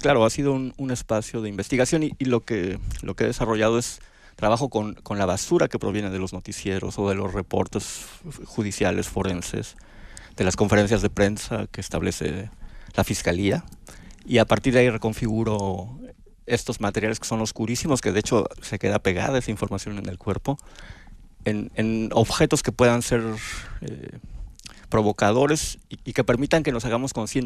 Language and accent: Spanish; Mexico City, Mexico; born there; moved away as an adult; also born or lived in Bolivia; yo sí nací en Ciudad de México, y pensé que estaba desarrollando una tesis que nunca terminé.